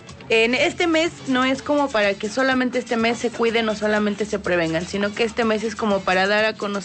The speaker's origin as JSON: {"language": "Spanish", "region": "Guerrero", "country": "Mexico", "lives_now": "Puebla, Mexico", "said": "Yo soy ruda, orgullosamente guerrerense, pero poblana de corazón."}